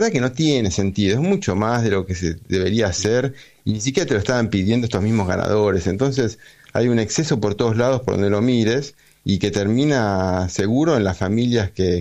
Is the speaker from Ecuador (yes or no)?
no; Argentina; Tenemos gas en Argentina.